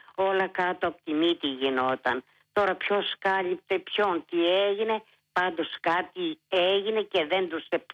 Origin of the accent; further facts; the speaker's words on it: Arta, Epirus, Greece; born there; moved away; έζησα εκεί στην Άρτα, σε χωριό